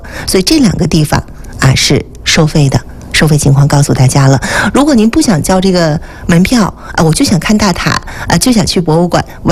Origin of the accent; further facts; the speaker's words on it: Jinzhou, Liaoning, China; 咱不少锦州人啊，普通的百姓，甚至做小生意的什么学生朋友，都曾经为重建修复啊咱们家乡的这个古塔捐过自己的钱啊。